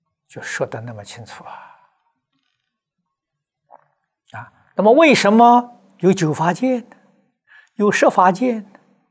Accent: China; 我中国人呢喜欢简单，把尾音呢都省掉了啊。

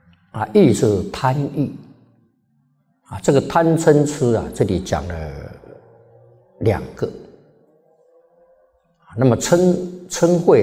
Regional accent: China; 所以我们中国这些成语谚语都充满了智慧，啊，所以身为中国人啊，是很有福报的

